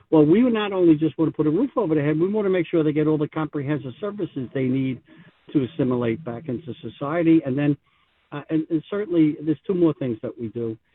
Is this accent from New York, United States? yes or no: yes; New York City, New York, United States; my brother Stephen's hometown, my hometown, Staten Island, New York. Just in case people can't recognize my accent